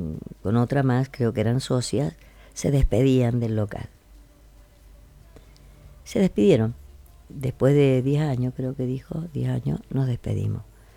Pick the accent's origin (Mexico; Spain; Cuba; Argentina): Argentina